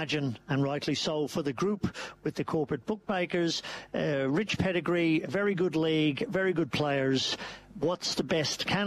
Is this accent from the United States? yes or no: no; Ireland; born there; moved away; my home country, Ireland